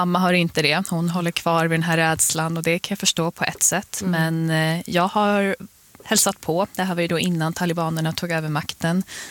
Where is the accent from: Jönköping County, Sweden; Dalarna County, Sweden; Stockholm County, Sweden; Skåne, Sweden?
Stockholm County, Sweden; Botkyrka; also born or lived in Afghanistan / Russia; Där jag kommer ifrån, i Botkyrka, som ligger i södra Stockholm, så har vi folk från alla delar av världen. Och det har ju inte undgått mig att hemma så lever vi ett liv. Vi pratar inte så jättemycket svenska utan det är andra språk.